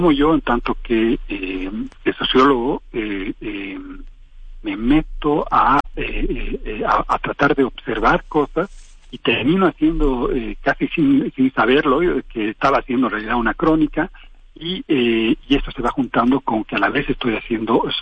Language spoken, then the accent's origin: Spanish; Mexico